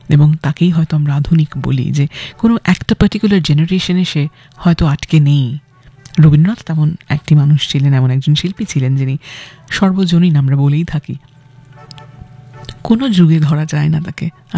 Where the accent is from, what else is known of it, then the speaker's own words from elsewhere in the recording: Kolkata, West Bengal, India; গোটা কলকাতা শহর, পশ্চিমবঙ্গ এবং ভারতবর্ষে আমরা জন্মেছি, সার্থক জন্ম আমাদের এই দেশে